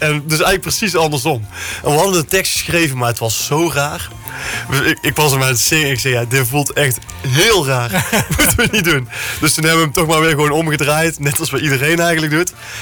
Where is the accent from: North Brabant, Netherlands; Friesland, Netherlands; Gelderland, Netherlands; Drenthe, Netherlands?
North Brabant, Netherlands; Ja, maar bij ons in Brabant is dat misschien wel eerder aan de orde.